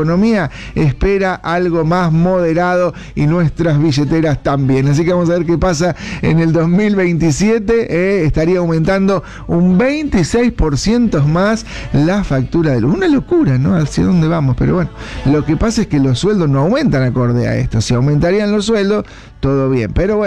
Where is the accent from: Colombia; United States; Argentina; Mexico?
Argentina; si somos argentinos esto no nos debe gustar a nadie